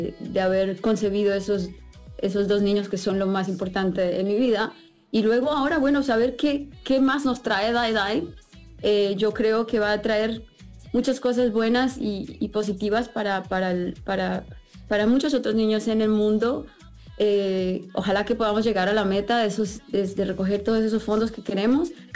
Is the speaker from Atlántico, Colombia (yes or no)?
yes; Barranquilla, Atlántico, Colombia; a mi Colombia, a mi tierra, a mi gente de Barranquilla.